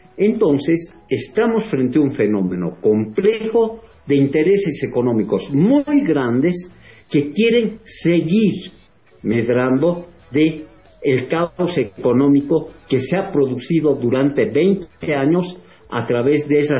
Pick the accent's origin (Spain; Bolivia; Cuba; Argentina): Bolivia